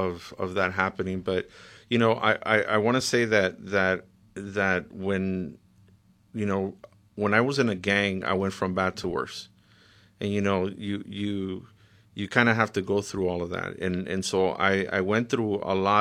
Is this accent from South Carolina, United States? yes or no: no; Los Angeles, California, United States; going back to Watts after so many years of not being there, I mean, I was gone from Watts, although I was still affiliated as a gang member when I was younger, you know, in my 20s. I'm 54 now.